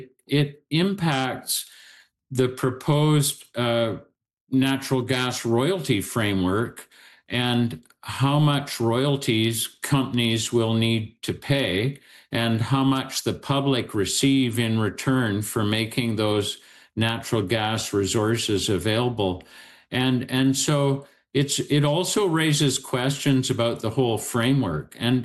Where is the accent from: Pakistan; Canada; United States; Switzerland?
Canada; British Columbia